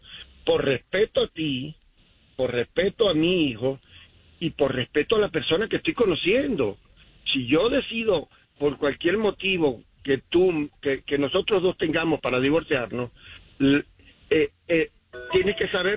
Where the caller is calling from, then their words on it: Utah, United States; Desde Utah, estoy aquí.